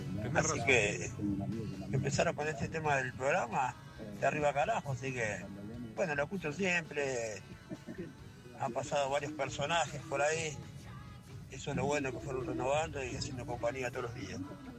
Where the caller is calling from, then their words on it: José C. Paz, Buenos Aires Province, Argentina; de José del Paz.